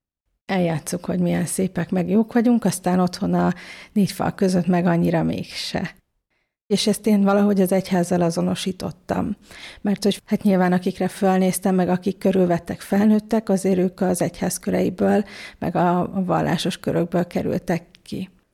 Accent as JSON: {"language": "Hungarian", "town": "Veresegyház", "region": "Pest", "country": "Hungary", "tie": "born there", "also_born_or_lived": "Budapest"}